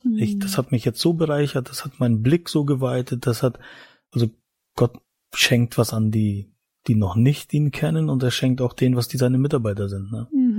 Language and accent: German; East Germany, Germany